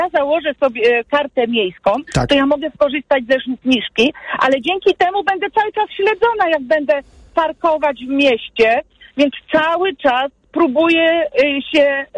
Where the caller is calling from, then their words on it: Kraków, Lesser Poland, Poland; Ja jestem krakowianką